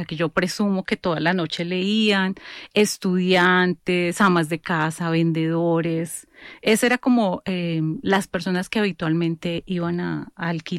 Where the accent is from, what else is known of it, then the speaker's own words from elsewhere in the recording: Bogotá, Colombia; yo nací en Bogotá. Mi infancia la pasé en un barrio del sur de Bogotá que se llama Santa Inés, muy cerca al 20 de julio. Mis papás eran santandereanos. Ellos primero migraron a Medellín y luego migraron aquí a Bogotá, donde ya se establecieron